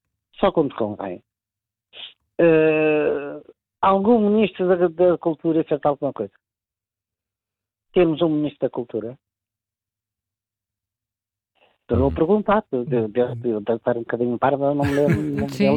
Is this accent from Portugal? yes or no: yes; Portugal; born there; Eu amo a minha pátria. É o sítio onde eu nasci, é o sítio onde eu vou morrer.